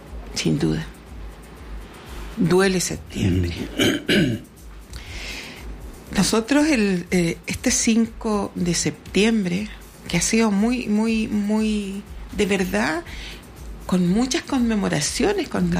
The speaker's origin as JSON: {"language": "Spanish", "country": "Chile", "said": "cada uno de nosotros que somos el pueblo de Chile."}